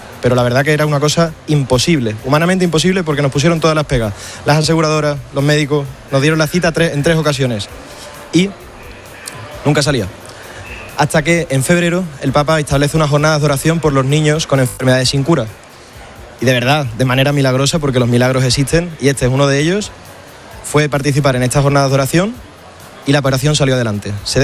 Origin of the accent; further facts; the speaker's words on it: Seville, Andalusia, Spain; Nosotros venimos desde Sevilla, somos 8 hermanos